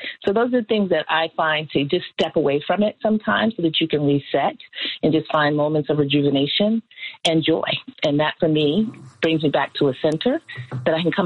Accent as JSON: {"language": "English", "town": "Hempstead", "region": "New York", "country": "United States", "tie": "born or raised there", "also_born_or_lived": "Freeport", "said": "I am from Long Island, New York. And grew up in Nassau County, which I'm proud to say I'm from both Hempstead and Freeport, which is always a debate for my family, on Long Island."}